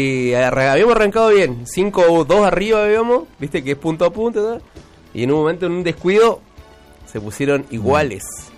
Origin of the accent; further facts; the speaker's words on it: Junín, Argentina; Somos de Junín